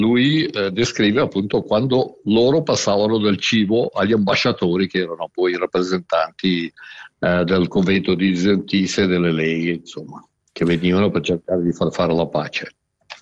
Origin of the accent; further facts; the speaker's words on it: Mesocco, Graubünden, Switzerland; nel mio paese, una capitale dell'archeologia che però purtroppo è sparita